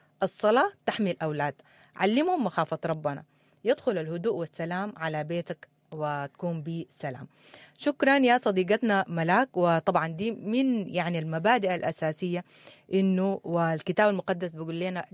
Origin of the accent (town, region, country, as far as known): Sudan